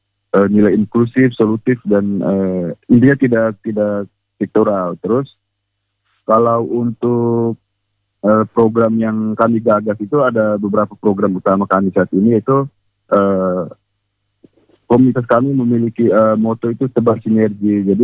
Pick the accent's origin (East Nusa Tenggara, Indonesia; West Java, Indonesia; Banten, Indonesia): East Nusa Tenggara, Indonesia; di desa kami, karena jalur kami itu berada di lintasan pantai utara kan. Jadi fokus kami saat ini untuk penanaman mangrove itu masih di skala kecil, yaitu di desa Eramu sendiri.